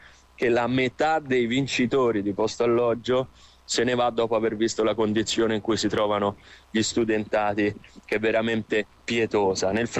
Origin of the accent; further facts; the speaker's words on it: Rome, Lazio, Italy; io sono di Roma